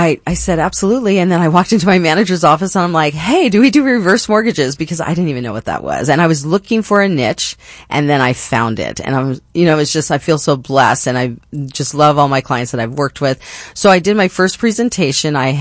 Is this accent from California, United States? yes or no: no; Phoenix, Arizona, United States; Well, I'm actually a Phoenician. I'm from here.